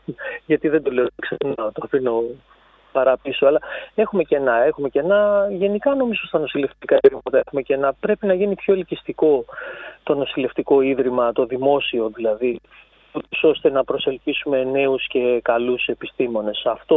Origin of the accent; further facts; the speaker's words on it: Volos, Thessaly, Greece; να την πω σαν Βολιώτης και εγώ μετά από τόσα χρόνια που αγαπάω αυτόν τον τόπο